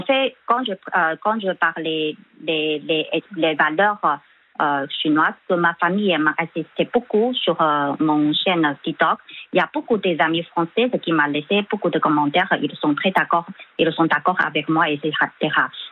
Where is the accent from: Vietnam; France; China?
China; French is a second language; Et tous ses parents, nous sommes chinois.